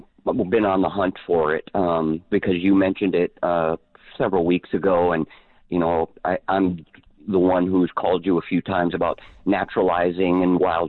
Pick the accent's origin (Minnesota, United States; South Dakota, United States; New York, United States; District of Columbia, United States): Minnesota, United States; now in Texas, United States; I mean, I came from Minnesota and all that kind of gardening, but decades ago, and it was a big adjustment to South Texas